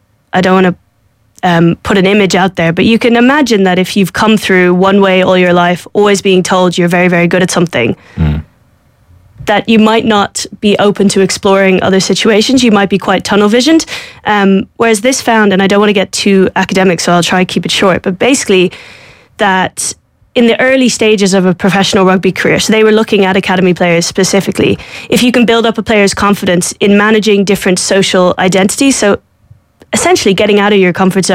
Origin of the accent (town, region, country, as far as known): Ireland